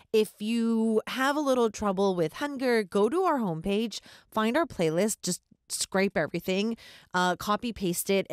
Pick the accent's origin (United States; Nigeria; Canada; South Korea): South Korea